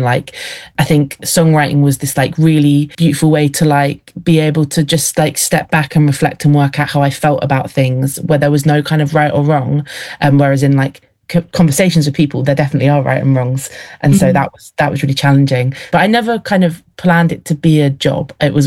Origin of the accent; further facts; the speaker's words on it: East of England, United Kingdom; moved away as an adult; now in Leeds, United Kingdom; I grew up in Bedfordshire, which is in the south. And then I moved to Leeds when I was 18 for uni and then just stayed there.